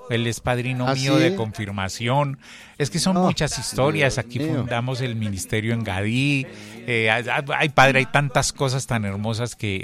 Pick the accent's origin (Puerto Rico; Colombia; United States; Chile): Colombia; Bogotá, Bogotá Capital District; born there; Yo viví desde los 9 años hasta los 30 aquí en el sector 2.